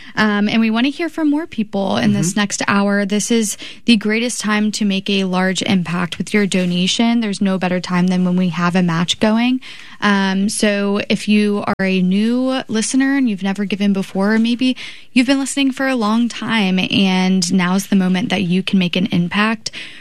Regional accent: Charlotte, North Carolina, United States; I grew up in Charlotte listening to Mike Collins and all the programs on NPR on my way to school.

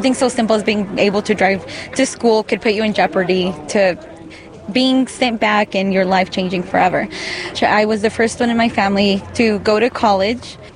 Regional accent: Liberal, Kansas, United States; also born or lived in Juarez, Mexico; I'm 30 years old. I was born in Mexico. I was born in Juarez. I was brought as a baby when I was 2 years old to Liberal, Kansas.

